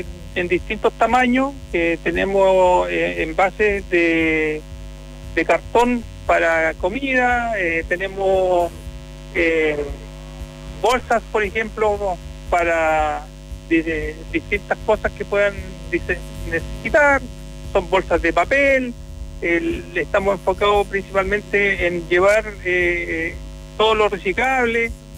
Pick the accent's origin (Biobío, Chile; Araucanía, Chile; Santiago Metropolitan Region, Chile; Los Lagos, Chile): Biobío, Chile; Curanilahue; moved away; la verdad es que yo me fui de Curanilagüe hace 30 años con la expectativa de buscar intenciones en otros lugares y efectivamente me resultó. Y después de un tiempo he decidido volver a mi comuna, en la cual yo siempre me he sentido parte